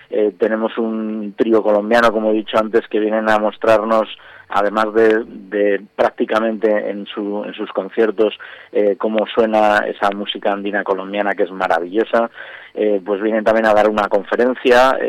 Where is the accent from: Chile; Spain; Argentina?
Spain; Nosotros en España, la bandurria es nuestro instrumento estrella y con el que nos identificamos